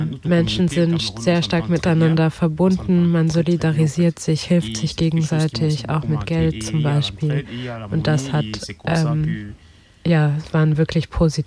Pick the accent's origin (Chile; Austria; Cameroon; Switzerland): Cameroon; Yaoundé, Centre; German is a second language; moved away as an adult; now in Germany; ich komme aus Kamerun, um genauer zu sein, aus der Stadt Yaoundé. Und ich bin in Deutschland seit 3 Jahren und ich bin 30 Jahre alt.